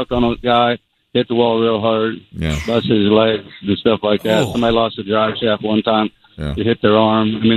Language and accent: English; Ohio, United States; also born or lived in Indiana; now in Myrtle Beach, United States; I grew up in Ohio and then lived in Indiana for a long time.